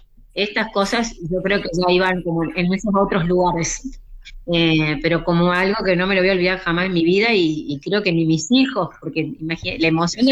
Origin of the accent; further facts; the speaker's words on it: Córdoba, Argentina; also born or lived in Buenos Aires; Soy de Córdoba.